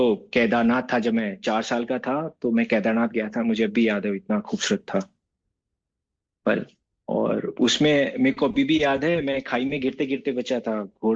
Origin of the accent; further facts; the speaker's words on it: Jaipur, Rajasthan, India; also born or lived in Guwahati / Ranikhet; जैसे मेरा home town Jaipur है, बट मेरा बॉर्न गुवाहाटी में हुआ